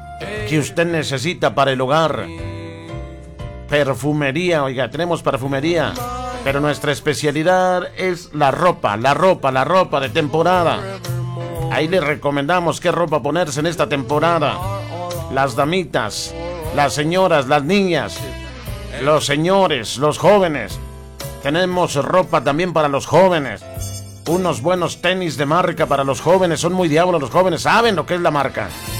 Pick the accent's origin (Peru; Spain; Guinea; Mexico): Mexico; Río Grande, Zacatecas; la ciudad de Río Grande, Zacatecas, mi tierra.